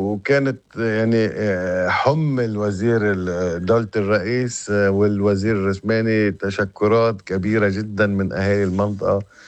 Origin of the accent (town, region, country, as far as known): Akkar, Lebanon